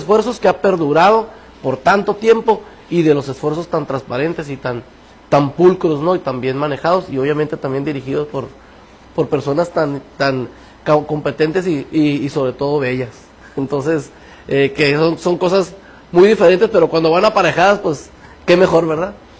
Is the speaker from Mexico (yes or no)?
yes; Mexico; yo soy muy mexicano